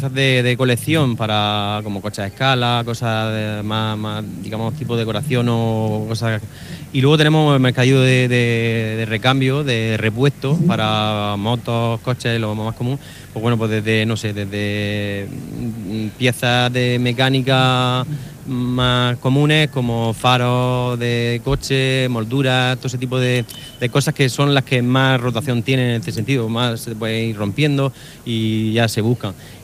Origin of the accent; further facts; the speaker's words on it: Spain; que nosotros somos españoles